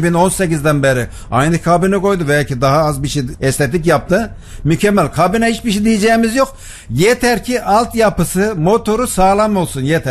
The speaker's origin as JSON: {"language": "Turkish", "town": "Tarsus", "region": "Mersin", "country": "Turkey", "tie": "born there", "said": "1970 doğumlu, Tarsus doğumluyum."}